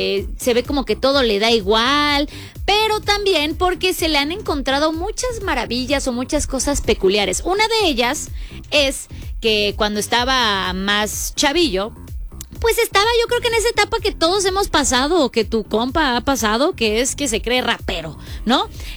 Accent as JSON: {"language": "Spanish", "town": "Cancún", "region": "Quintana Roo", "country": "Mexico", "tie": "born or raised there", "said": "Yo soy de Cancún y mucho tiempo el Atlante, la casa del Atlante estuvo en Cancún."}